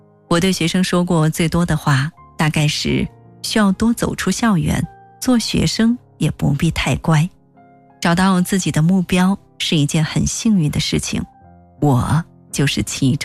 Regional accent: Nanjing, Jiangsu, China; 我虽然生在南京，长在南京，但身份证是安徽的。

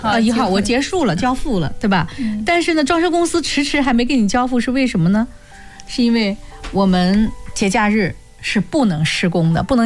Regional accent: Lianyungang, Jiangsu, China; accent: Lianyungang dialect; 如果说我们连云港方言的话

